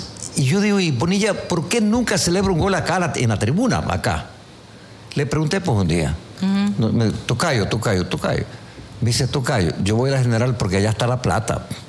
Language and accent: Spanish; Selva Alegre, Ecuador; born there; Yo nací en Selva Alegre, que es más arriba de San Carlos.